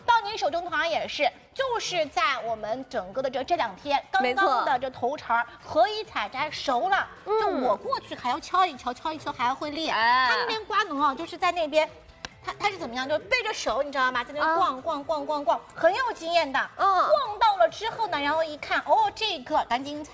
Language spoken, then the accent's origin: Chinese; Shanghai, China; 以前我虽然说是作为上海人